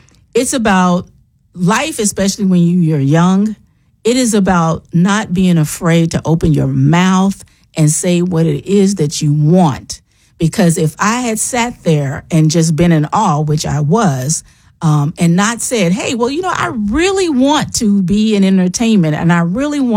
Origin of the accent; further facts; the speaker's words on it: Memphis, Tennessee, United States; accent: Southern; He was like, well, I'm from Memphis, you know. And she was like, you're Southern? I was like, yeah, I was born and raised there.